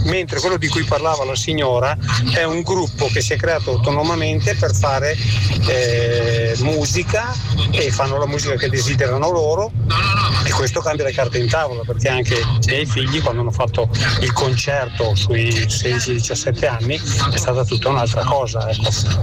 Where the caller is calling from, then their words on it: Verona, Veneto, Italy; da Verona